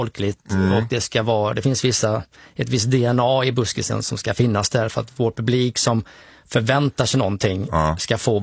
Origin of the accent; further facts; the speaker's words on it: Västra Götaland County, Sweden; som man gör hemma vid, runt kring Sjuhäradsbygden. Det är den här dialekten som vi har hemma i vår by där jag kommer ifrån.